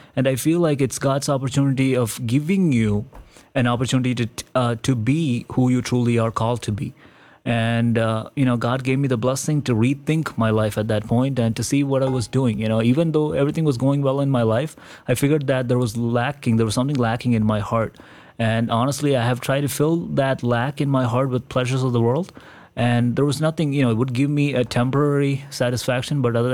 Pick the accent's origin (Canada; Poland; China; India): India; And even being growing up in India, I understand the culture of India and how the people of India think. And I understand the different religions that are practiced in India and stuff.